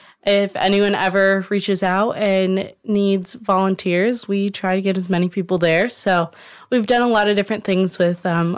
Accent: Cleveland, Ohio, United States; And it's my home away from home because I'm from Cleveland, Ohio.

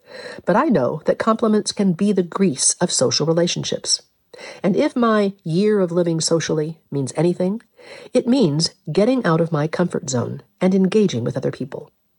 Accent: Washington, District of Columbia, United States; had recently visited my hometown of Washington, D.C.

